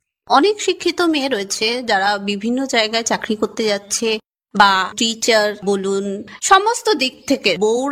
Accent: Belpukur, West Bengal, India; আমি এই বেলপুকুর গ্রামেরই মেয়ে এবং বেলপুকুর গ্রামে আমার বিবাহ হয়েছে। পারিবারিক সূত্র থেকে মামা বাড়িটাও বেলপুকুর গ্রামে, এই গ্রামে পড়াশোনা করেছি।

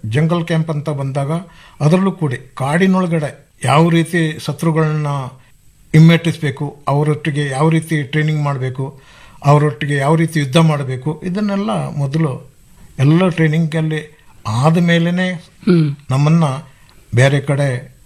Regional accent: Karnataka, India; ಮತ್ತೆ ನಾವು ಮೂಲತಃ ಕೊಡಗಿನವರು, ಆದ್ರಿಂದ ನಾವು ಸ್ವಲ್ಪ ಹಾಕಿ ಆಟಗಾರರು

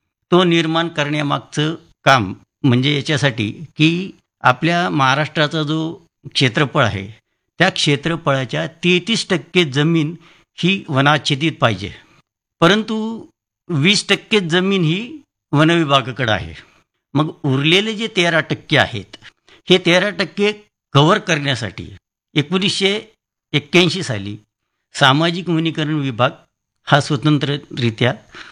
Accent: Bidkin, Maharashtra, India; माझं गाव आहे बिडकीन

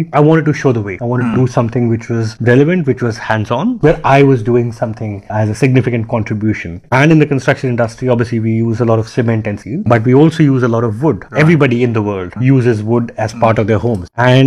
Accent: Delhi, India; I grew up in Delhi.

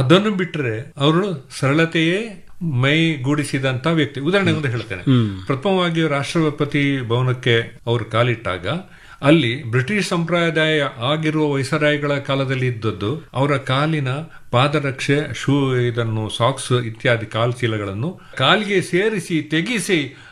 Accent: Puttur, Karnataka, India; moved away; ಆಮೇಲೆ ನನ್ನ ಊರಿನ ಪುತ್ತೂರಲ್ಲಿ ಕರ್ನಾಟಕ ಸಂಘ ಅಂತ ಒಂದು ಸಂಸ್ಥೆಯಲ್ಲಿ

